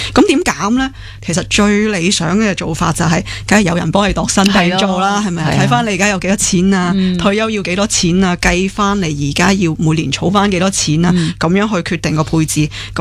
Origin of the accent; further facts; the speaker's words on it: Hong Kong; 我哋香港人